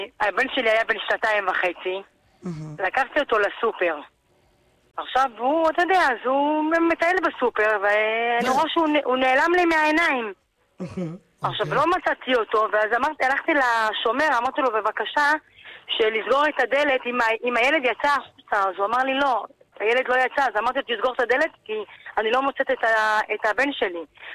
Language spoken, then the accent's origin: Hebrew; Kfar Saba, Central District, Israel; אני מכפר סבא.